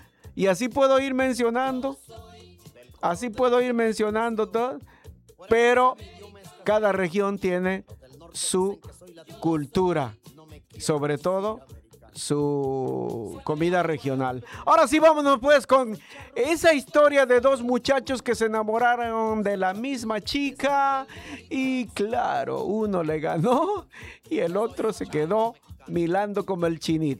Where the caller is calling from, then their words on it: Jalpa de Méndez, Tabasco, Mexico; Sí, gracias, saludos, somos de Jalpa de Méndez.